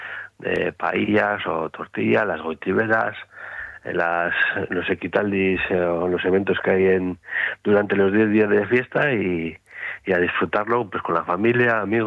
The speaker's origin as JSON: {"language": "Spanish", "town": "Galdakao", "region": "Basque Country", "country": "Spain", "said": "Y digo sí, de Galdacao, no hay, soy de Bilbao muchas veces también."}